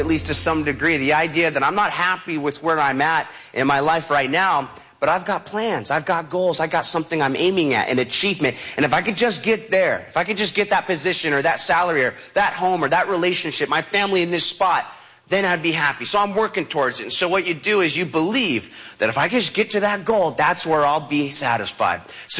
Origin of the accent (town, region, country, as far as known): Huntington, California, United States; born or raised there